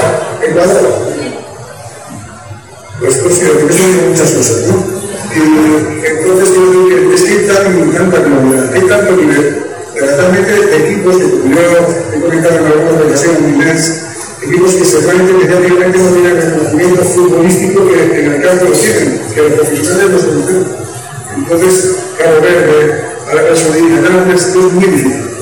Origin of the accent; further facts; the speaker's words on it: Mexico; pero como mexicano, por el sufrimiento y por vivir de esa manera a la selección española